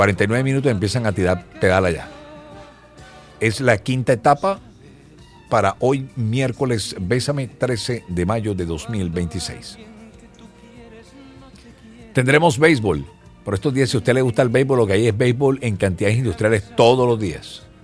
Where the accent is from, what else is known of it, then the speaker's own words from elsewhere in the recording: Barranquilla, Atlántico, Colombia; Claro, yo soy de Barrio Bajo.